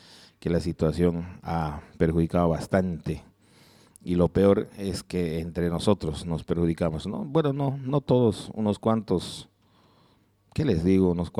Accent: Pasorapa, Cochabamba, Bolivia; mi tierra Pasorapa

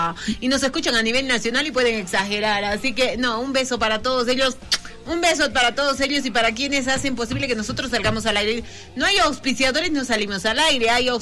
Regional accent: Potosí, Bolivia; Transmitimos a 4.063 metros sobre el nivel del mar. Somos, pues, potosinos fieles y finos.

